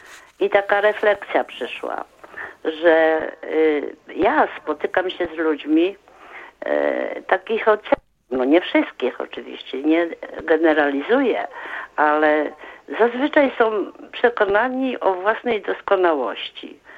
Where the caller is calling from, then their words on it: Bełchatów, Łódź Voivodeship, Poland; u nas w Bełchatowie